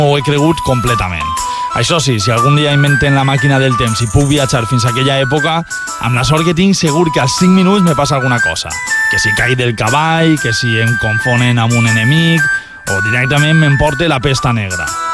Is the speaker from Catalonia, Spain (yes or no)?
no; Valencian Community, Spain; l'important és que estem al Camp de Morvedre i que avui toca celebrar que som valencians i valencianes.